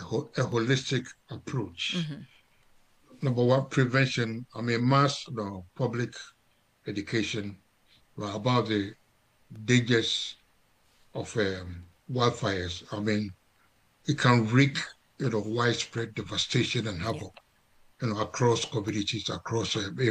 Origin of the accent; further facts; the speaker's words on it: Ghana; I come from Ghana